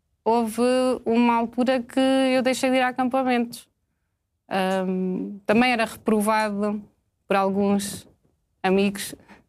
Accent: Serpins, Coimbra, Portugal; Pertenço ao distrito de Coimbra, é Serpins, no concelho da Lousã. É uma freguesia.

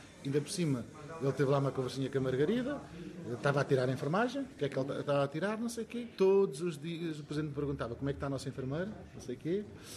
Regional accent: Valverde, Castelo Branco, Portugal; vamos para o Fundão, para a minha aldeia, que é Valverde, passar a Páscoa com a família e tal.

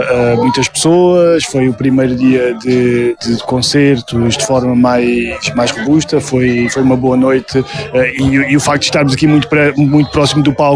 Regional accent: Évora, Alentejo, Portugal; moved away as an adult; now in Portalegre, Portugal; Sim, eu sou originário de Évora, mudei-me para Porto Alegre há cerca de 2 anos e meio, quase 3 anos

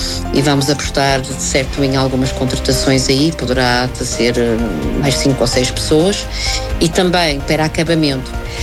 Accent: South Africa; moved away as an adult; now in Portugal; Eu sou sul-africana, portanto eu estou em Portugal há 32 anos. Adoro Portugal e considero Portugal a minha casa

